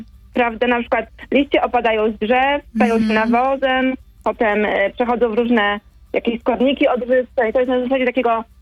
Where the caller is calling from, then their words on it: Subcarpathian Voivodeship, Poland; Dzwonimy z Podkarpacia, u nas słoneczko świeci, chociaż jest chłodno na polu.